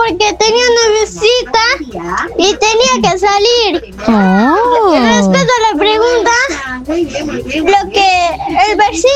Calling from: Pucallpa, Ucayali, Peru; de Pucallpa.

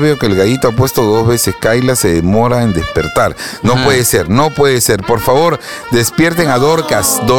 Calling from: Trujillo, La Libertad, Peru; Buenos días … de Trujillo.

